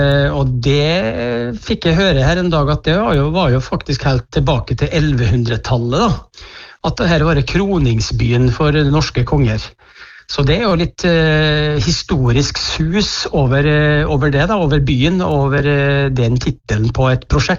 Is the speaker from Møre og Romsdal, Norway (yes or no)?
yes; Tingvoll, Møre og Romsdal, Norway; Det jo en som født og oppvokst på Tingvoll da, ja. På Nordmøre